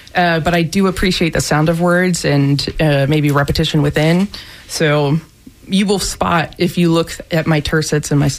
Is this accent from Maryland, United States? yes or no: yes; Maryland, United States; I'm not from Florida, but I'm from Maryland, but I've loved watersheds wherever I go.